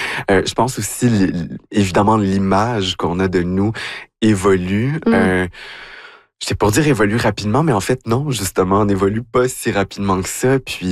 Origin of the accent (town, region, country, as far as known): Quebec, Canada; moved away